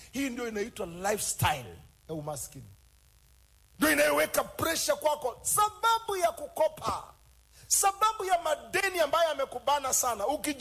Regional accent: Tanzania; nimetoka Tanzania, watajuaje?

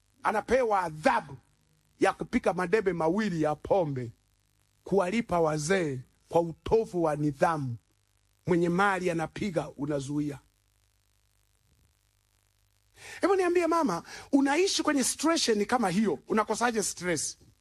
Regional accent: Mbeya, Tanzania; Sisi kule kwetu Mbeya kuna mambo ya ajabu sana.

